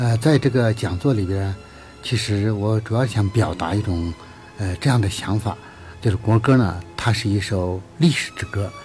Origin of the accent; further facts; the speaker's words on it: China; 那么我们中国人呢，因为这首歌里边，中国人的从崛起到复兴的整个过程都有所体现。